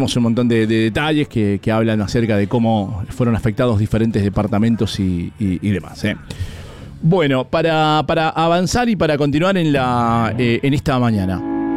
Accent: Mendoza, Argentina; vivíamos como mendocinos

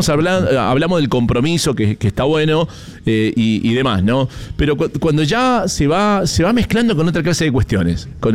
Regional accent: Argentina; como comúnmente le decimos aquí en Argentina

